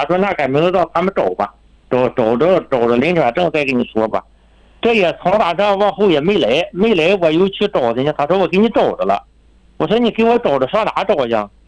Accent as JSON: {"language": "Chinese", "town": "Chifeng", "region": "Inner Mongolia", "country": "China", "said": "我是赤峰市，翁牛特旗的。"}